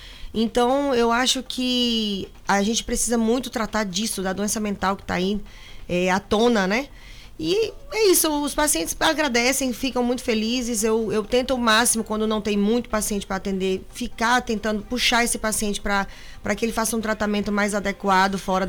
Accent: Campina Grande, Paraíba, Brazil; born there; moved away as an adult; now in Itabuna, Brazil; é paraibana, nasci na Paraíba, em Campina Grande. Estou morando em Itabuna há 15 anos, sou médica, né? Sou mãe solo.

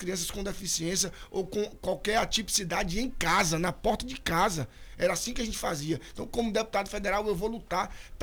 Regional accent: Bahia, Brazil; eu sou do sul da Bahia, eu vou pensar no sul da Bahia.

